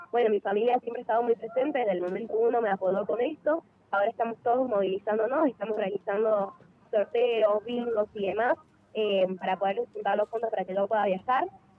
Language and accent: Spanish; Argentina; como sociedad argentina, como juventud argentina